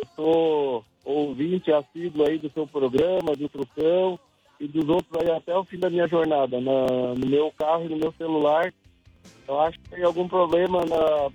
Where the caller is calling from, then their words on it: Criciúma, Santa Catarina, Brazil; aqui de Criciúma, Santa Catarina.